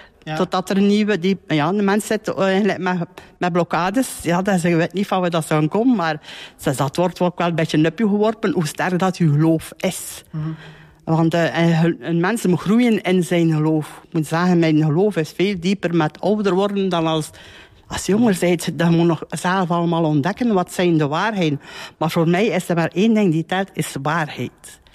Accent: Moorslede, Flanders, Belgium; Ik ben hier geboren in Moorsleden en die vroeger het rusthuis is in Moorsleden. En dat was niet zoveel vroeger in de jaren. Ik ben in 59 geboren

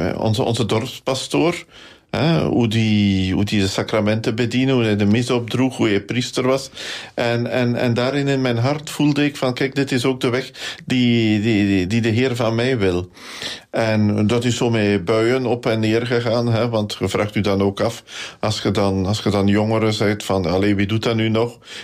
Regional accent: Nederhasselt, East Flanders, Belgium; also born or lived in Ninove; Ik ben geboren in Ninoven, maar opgegroeid in Nederasselt bij Ninoven, een klein dorpje daarnaast.

